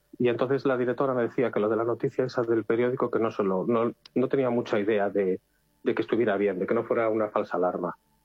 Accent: Vilagarcía de Arousa, Galicia, Spain; Soy de Villagarcía, de hecho, y voy en coche normalmente.

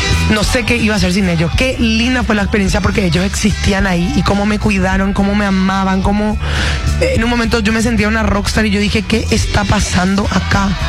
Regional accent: Paraguay; Y yo soy paraguaya. Y yo era la latina

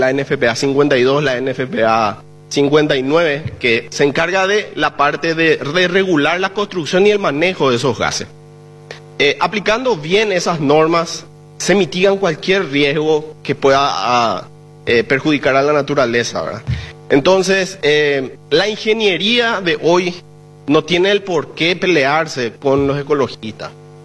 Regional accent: Paraguay; Creo que como paraguayo que soy, también quiero una independencia energética

